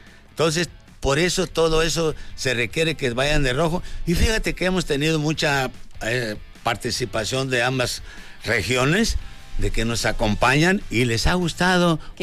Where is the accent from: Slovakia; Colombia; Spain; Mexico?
Mexico; born there; Y así mis hijos los he enseñado yo y los he llevado a mi tierra, que vean dónde nací. En esa pobreza tan bonita que era.